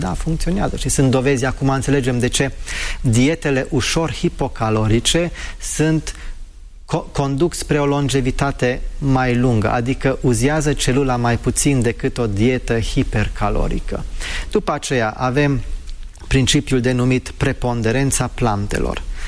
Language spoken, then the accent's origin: Romanian; United Kingdom; first language English; Romanian is a second language; moved away; Eu am crescut în Marea Britanie și fiind crescut acolo, vorbitor nativ, asta e și prima limbă, poate se simte de ce nu vorbesc corect, total corect română. Eu am învățat română mai mult ca un adult.